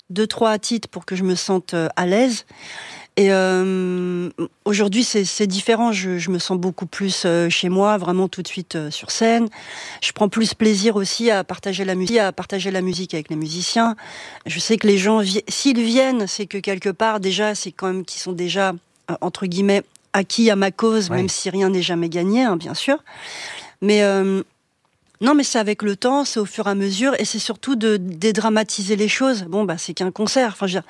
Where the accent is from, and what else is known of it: Villemomble, Île-de-France, France; born or raised there